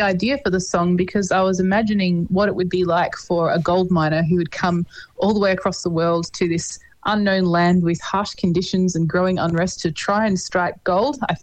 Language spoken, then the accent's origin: English; Melbourne, Victoria, Australia; moved away as an adult; Born and bred in Melbourne, both my husband and I.